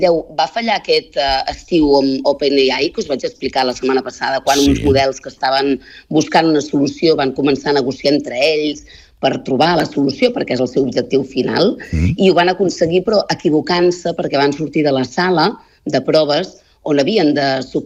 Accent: Catalonia, Spain; Jo, com a empordanesa que sóc, ho dic malament.

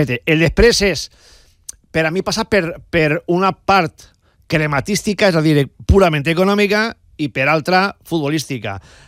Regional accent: Valencian Community, Spain; al menos para nosotros como valencianos, es la bomba del estiu.

